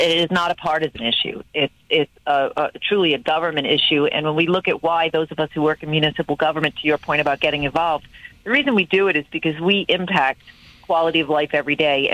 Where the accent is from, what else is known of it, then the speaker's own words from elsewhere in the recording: Rhode Island, United States; I'm from Rhode Island, we've got 39 communities in a state 20 miles wide.